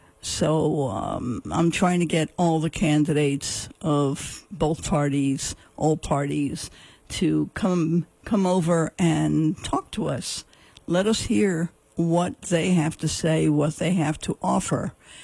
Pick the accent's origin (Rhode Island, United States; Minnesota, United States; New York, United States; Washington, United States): New York, United States; New York City; born there; I was raised in Spanish Harlem for a while, 125th Street and 1st Avenue, the Wagner projects, housing projects.